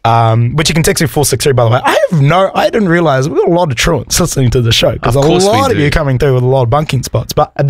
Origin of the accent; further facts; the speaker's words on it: Australia; now in New Zealand; growing up in Australia, we called it wagging. But when I moved here, it was bunking.